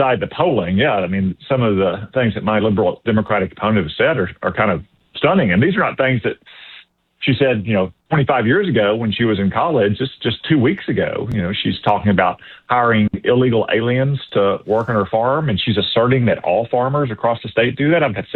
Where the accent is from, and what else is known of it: Arkansas, United States